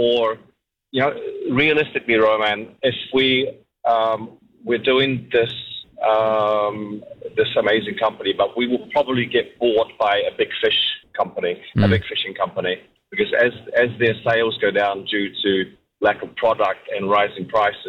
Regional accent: New Zealand; now in Sweden; So I'm a Kiwi living here in Sweden

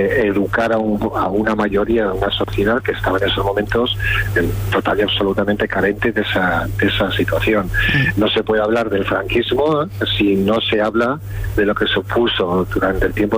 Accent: Basque Country, Spain; yo provengo del País Vasco.

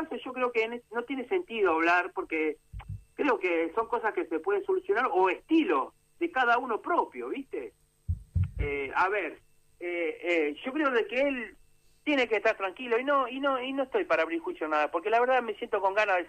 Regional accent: Argentina; Como argentinos nunca estamos conformes.

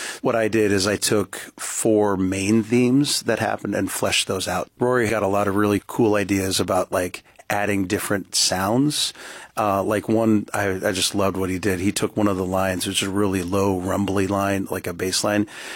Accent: Sitka, Alaska, United States; I am from Sitka

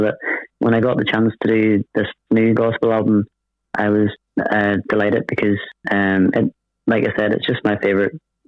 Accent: Coleraine, Northern Ireland, United Kingdom; We're doing one in my hometown in Coleraine.

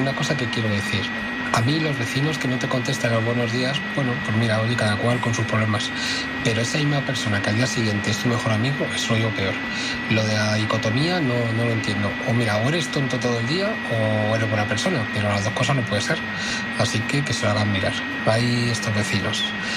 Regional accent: Madrid, Community of Madrid, Spain; de Madrid. Lo primero es decir que la vecindad ha cambiado mucho desde que yo era pequeño ahora.

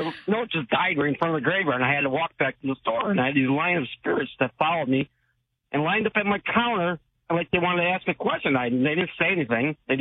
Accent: New York, United States; now in Maui, United States

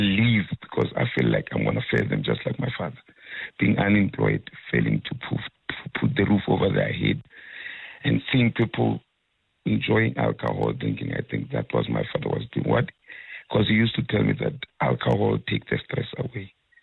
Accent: Tzaneen, Limpopo, South Africa; Because I come from Mampakati in Tzaneni

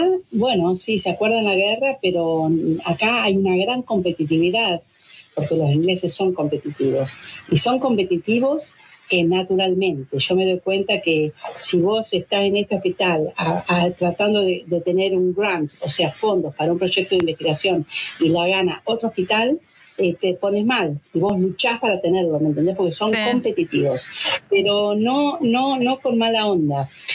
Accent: Argentina; moved away as an adult; also born or lived in Buenos Aires; now in Sheffield, United Kingdom; Vengo de un país donde el fútbol se juega con las manos. Y todos me decían, argentino.

